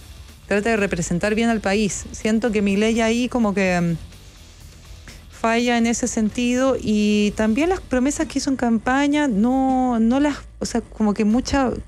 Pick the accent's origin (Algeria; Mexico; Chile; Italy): Chile; Puede ser que yo ahí lo veo como chilena, porque yo he hablado con argentinos